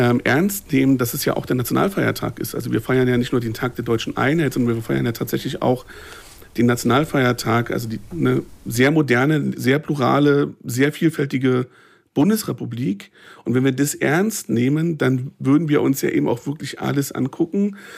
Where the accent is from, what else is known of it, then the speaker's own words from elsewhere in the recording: Berlin, Germany; born there; Ich als gebürtiger Berliner gucke auf das Oktoberfest und wundere mich auch die ganze Zeit